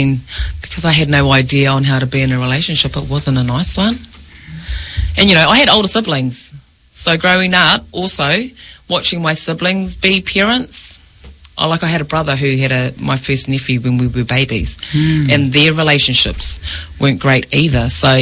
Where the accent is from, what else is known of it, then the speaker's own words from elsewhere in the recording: Camberley, South East England, United Kingdom; because I was brought up in Camberley